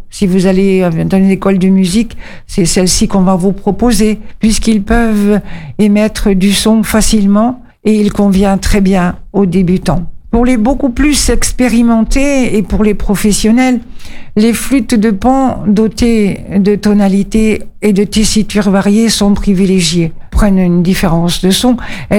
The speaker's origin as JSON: {"language": "French", "region": "Mediterranean", "country": "France", "moved": "yes", "said": "ça vient du pays d'où je viens, de la Méditerranée."}